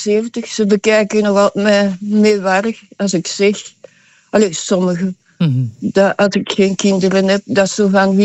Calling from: Antwerp, Flanders, Belgium; ik ben van Antwerp. Dat hoorde misschien wel.

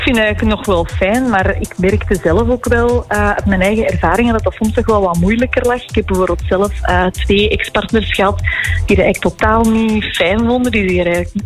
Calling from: Antwerp province, Flanders, Belgium; provincie Antwerpen, ja, klopt.

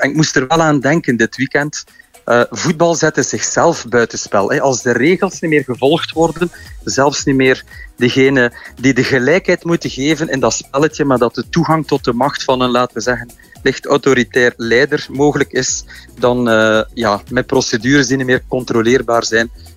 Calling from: Belgium

